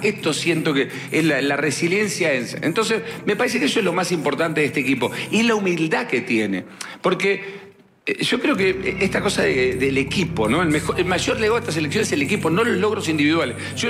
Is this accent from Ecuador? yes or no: no; Argentina